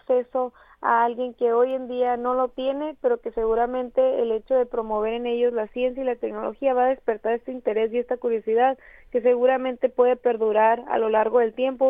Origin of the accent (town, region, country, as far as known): Mexico